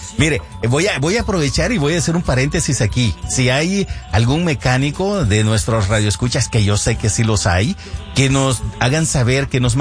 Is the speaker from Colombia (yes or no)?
no; Italy; Es que nosotros somos de Italia, nosotros venimos comiendo todo eso, lo que es pasta.